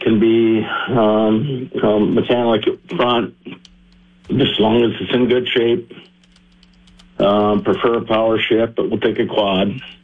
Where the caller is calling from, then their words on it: Sioux Falls, South Dakota, United States; from Sioux Falls.